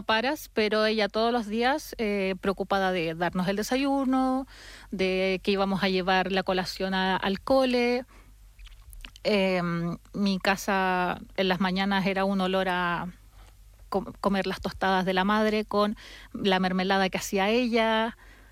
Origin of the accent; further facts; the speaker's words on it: south, Chile; En Chile es más de todo, hacer la vida más al interior. Sobre yeah. todo de donde soy yo, que es más al sur, entonces que es un clima más austero.